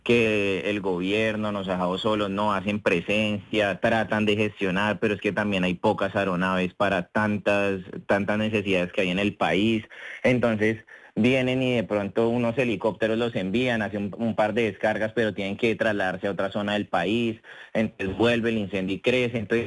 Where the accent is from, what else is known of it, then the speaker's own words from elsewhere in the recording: Colombia; aquí estamos en Colombia unida, somos colombianos